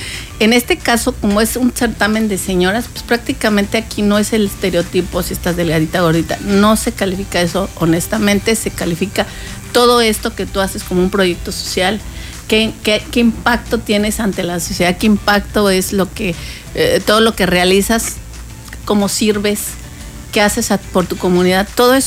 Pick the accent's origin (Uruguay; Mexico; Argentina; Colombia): Mexico; nosotros como mexicanas